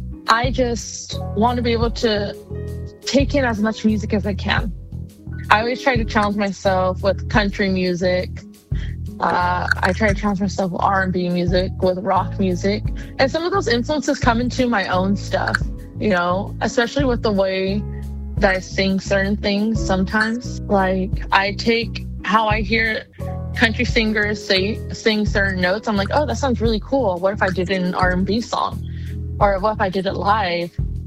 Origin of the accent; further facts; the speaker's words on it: Bakersfield, California, United States; growing up in Bakersfield, obviously we're surrounded by the rich history of country music, such as